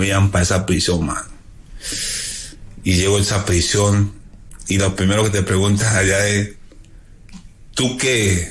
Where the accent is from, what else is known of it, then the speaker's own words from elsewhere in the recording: Colombia; moved away; Porque estoy solo, sí, soy yo colombiano ahí, estoy mirando y buscando mi cuarto